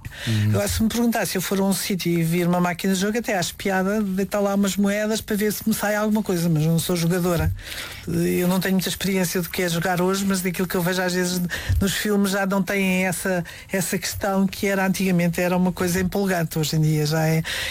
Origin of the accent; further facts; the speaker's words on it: China; Portuguese is a second language; Eu aí sou chinesa. Os chineses dizem que devemos lutar naquilo que podemos ganhar